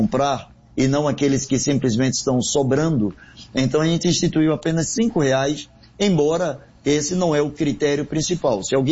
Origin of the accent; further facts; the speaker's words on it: Aracaju, Sergipe, Brazil; now in Rio de Janeiro, Brazil; De nascença eu sou sergipano, eu sou de Aracaju, mas já moro aqui no Rio de Janeiro há 30, 35 anos.